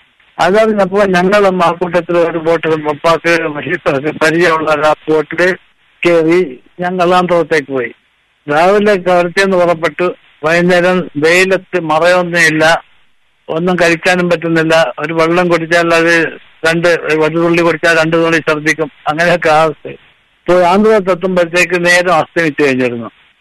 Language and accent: Malayalam; Lakshadweep, India; ലക്ഷദ്വീപിലെ ഓടത്തിലുള്ള ഒരു യാത്ര, 8-ാം ക്ലാസ് പഠിക്കുന്നവരെ ഞാൻ നാട് വിട്ടിട്ടില്ല.